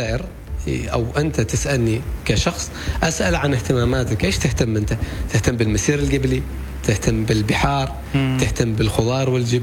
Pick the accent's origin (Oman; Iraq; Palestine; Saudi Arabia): Oman; Mirbat, Dhofar; أعتقد الأماكن اللي تحتاج شهرة مرباط فيها شواطئ خلابة، يعني أنا من أبناء البلد